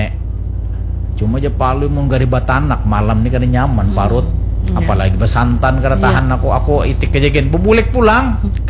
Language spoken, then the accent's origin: Indonesian; South Kalimantan, Indonesia; Artinya kita sebagai orang Banjar jangan Guang Gael.